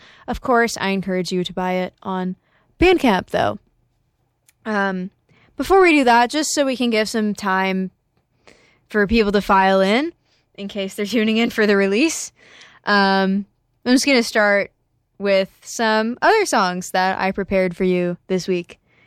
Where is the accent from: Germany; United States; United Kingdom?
United States; Rochester, New York; now in Los Angeles, United States; I just got back a couple days ago from visiting my hometown, Rochester, New York